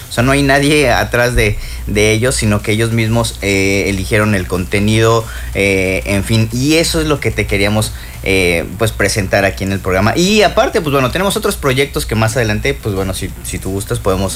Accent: Pachuca, Hidalgo, Mexico; moved away as an adult; now in Cancún, Mexico; yo soy de Pachuca, Hidalgo, déjame decirte. Vengo aquí a Cancún hace como 20 años, ya tiene un buen, no voy a decir mi edad, ¿verdad?

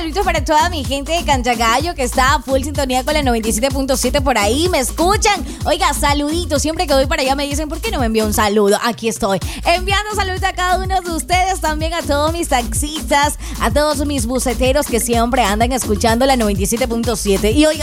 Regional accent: Ecuador; somos buenos ecuatorianos

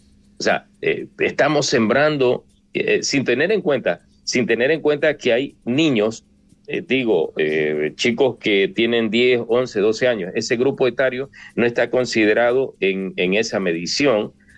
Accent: Coast, Ecuador; soy ecuatoriano, soy ecuatoriano de la costa, siempre digo, ¿no? Y la gente me dice, no, pero es que tu acento se parece más al acento colombiano, al acento venezolano o al salvadoreño. Y le digo, no, yo soy del Ecuador.

